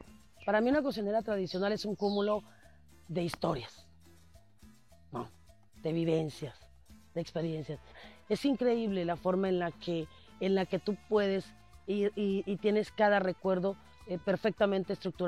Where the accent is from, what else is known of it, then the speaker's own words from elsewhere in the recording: Mexico; a veces como mexicano nosotros no lo valoramos